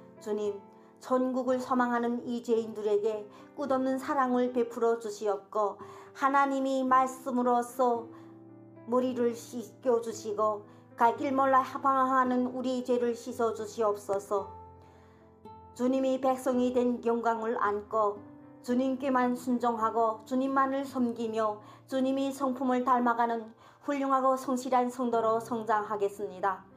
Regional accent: Ryanggang, North Korea; now in China; 저는 중국에서 살고 있는 양강도에서 온

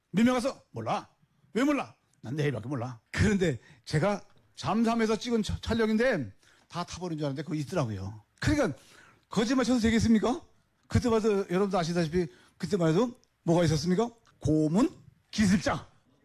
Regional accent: North Korea; moved away as an adult; now in South Korea; 난 북한 놈 맞아 그렇게 폭로해 버렸어요.

